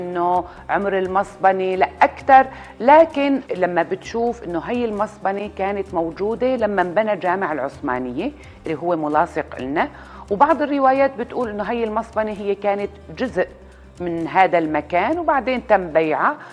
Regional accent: Aleppo, Aleppo Governorate, Syria; انا بشوف هذا جزء من التراث اللامادي لمدينتي اللي بيستاهل يستمر، قصة الصابون الغار الحلبي.

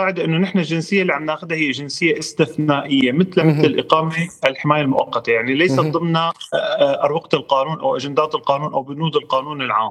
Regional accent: Syria; now in Turkey; نحن كسوريين

